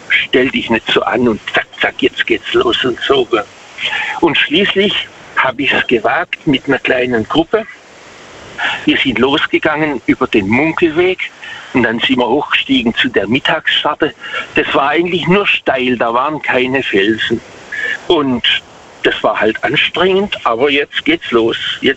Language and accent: German; Waghäusel, Baden-Württemberg, Germany; Also ich komme aus Waghäusel.